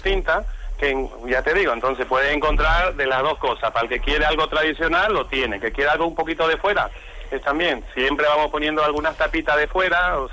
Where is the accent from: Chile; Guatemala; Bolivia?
Bolivia; moved away; Yo soy boliviano.